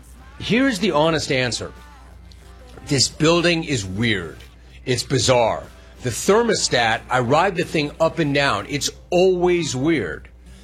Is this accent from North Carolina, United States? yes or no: no; Los Angeles, California, United States; I grew up in the San Fernando Valley. It's hot as hell. It's the service of the sun in the valley. I grew up playing tennis in the San Fernando Valley.